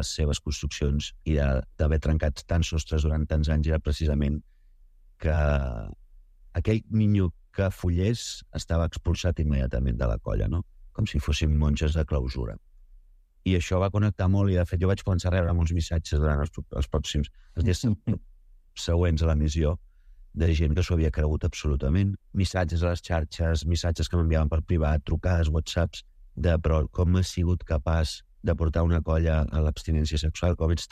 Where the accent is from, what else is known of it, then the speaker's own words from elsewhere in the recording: Gelida, Catalonia, Spain; els Vailets de Gelida, que és la colla del meu poble